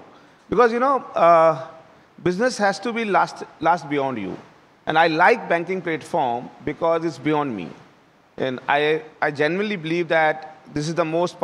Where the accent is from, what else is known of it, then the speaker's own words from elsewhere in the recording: Rajasthan, India; like I am from Rajasthan, right? And Rajasthan population is close to 8 crore.